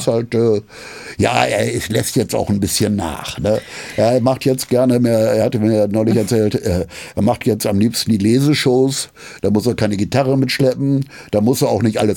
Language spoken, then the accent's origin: German; Osnabrück, Lower Saxony, Germany; accent: between Hamburg and Ruhr area; now in Berlin, Germany; Ich komme ursprünglich aus Osnabrück. Osnabrück, das ist so, wenn man von Berlin nach Amsterdam fährt, halbe Strecke. Da ist Osnabrück, ist schon fast an der Nähe zur holländischen Grenze